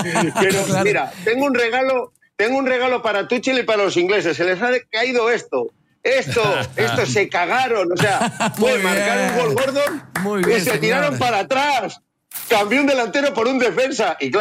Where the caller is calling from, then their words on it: Madrid, Community of Madrid, Spain; En Madrid estoy en el barrio Salamanca.